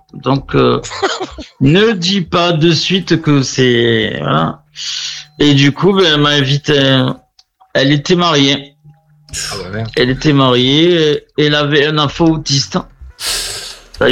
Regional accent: France; Et moi, je suis français d'origine, tu vois.

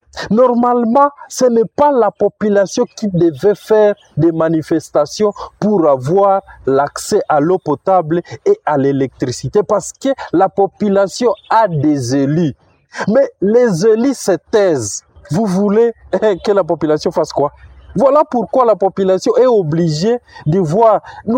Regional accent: Butembo, North Kivu, DR Congo; chez moi à Butembo.

